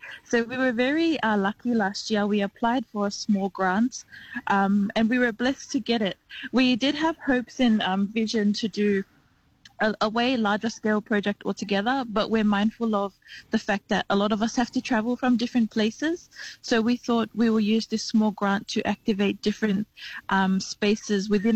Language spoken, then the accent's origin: English; Blacktown, New South Wales, Australia; also born or lived in Auckland, New Zealand; So yes, I was born in Auckland in Aotearoa, New Zealand, raised in Western Sydney, predominantly in the Blacktown area. I'm of Samoan heritage, representing the villages of Taufusi and Tapatapa'o in Samoa.